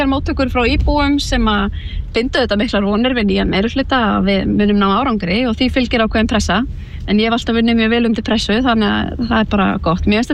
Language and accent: Icelandic; Reykjavík, Capital Region, Iceland